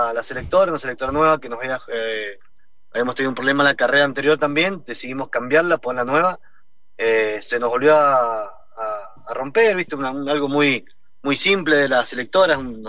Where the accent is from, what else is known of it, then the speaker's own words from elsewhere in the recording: Mendoza, Argentina; más como mendocino, es un placer correrlo